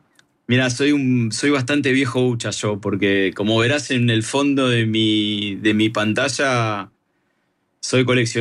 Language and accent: Spanish; Argentina; Yo, la verdad que soy argentino.